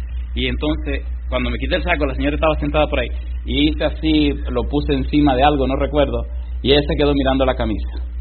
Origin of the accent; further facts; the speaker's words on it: Dominican Republic; en una ciudad que se llama La Romana en mi país